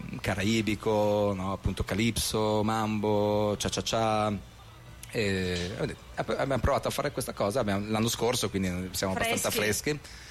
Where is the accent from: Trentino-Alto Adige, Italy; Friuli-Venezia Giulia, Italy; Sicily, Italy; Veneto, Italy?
Trentino-Alto Adige, Italy; also born or lived in Bolzano; L'esotica Trento e Bolzano. Per quello poi abbiamo detto facciamo un gruppo Calypso da Trento e Bolzano.